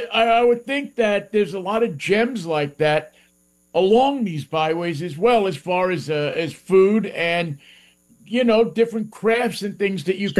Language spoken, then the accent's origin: English; New York, United States; obviously I'm from New York, so I'm a little partial to some of these places. I remember when I was a kid going up to the Finger Lakes and tooling around some of these roads